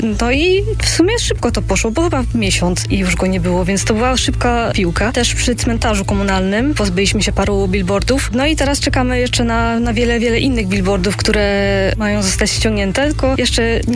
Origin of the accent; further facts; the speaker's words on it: Gliwice, Silesian Voivodeship, Poland; now in Katowice, Poland; ja jestem z Gliwic, od ponad roku mieszkałam w Katowicach